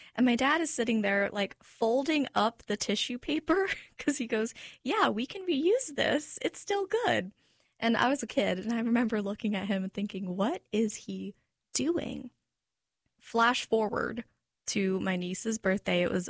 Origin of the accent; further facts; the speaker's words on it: Florida, United States; I am the anomaly in the family, born and raised in Florida.